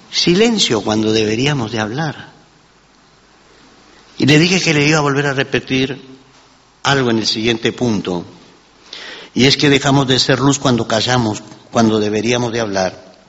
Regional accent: Cuba; pastor, yo soy cubano y yo soy pastor.

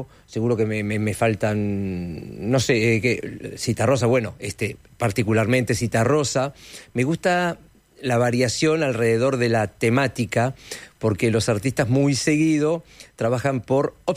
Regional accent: Montevideo, Uruguay; Soy de Jacinto Vera.

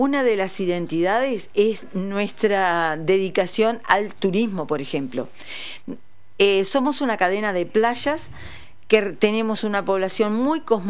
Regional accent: Colonia, Uruguay; Muchos que hemos nacido y nos hemos criado en la costa del inmigrante o en las adyacencias, yo, todos saben, soy la única que vivo en Valdense y en la costa del inmigrante

